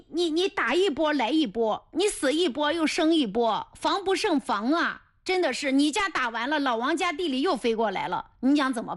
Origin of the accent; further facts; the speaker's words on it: Anhui, China; 我年轻的时候在皖北地区长大，我觉得那个时候是春夏秋冬四季分明